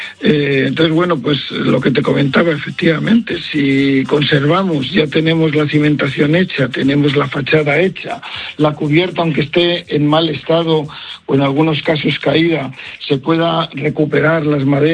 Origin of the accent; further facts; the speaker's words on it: Castile, Spain; Yo soy castellano y siempre he trabajado entre Palencia y Soria, en tierra de campos, y ahora mismo en Soria, en la zona del Burgo de Osma, lindando con Ayllón.